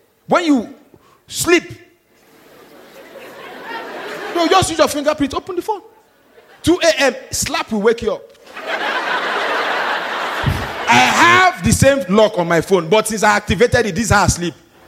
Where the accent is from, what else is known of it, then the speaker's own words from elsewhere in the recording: Nigeria; I'm Nigerian.